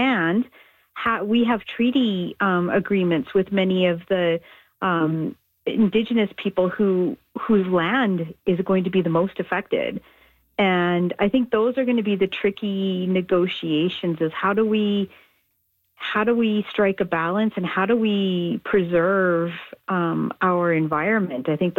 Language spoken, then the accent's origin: English; Canada